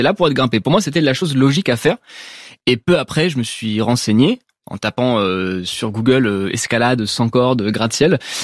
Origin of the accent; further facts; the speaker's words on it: Paris, Île-de-France, France; Alors, j'ai grandi à Paris, donc du coup, bon, j'ai grandi autour des gratte-ciels, avec pour source d'inspiration ce que je voyais devant moi, donc les bâtiments haussmanniens, les grands gratte-ciels du 13e arrondissement.